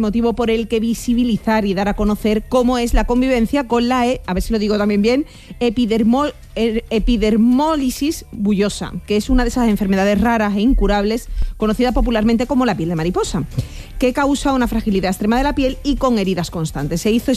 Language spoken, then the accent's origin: Spanish; Barcelona, Catalonia, Spain; born there; Sí, pero no la considero. Yo no me considero catalana, siempre digo lo mismo.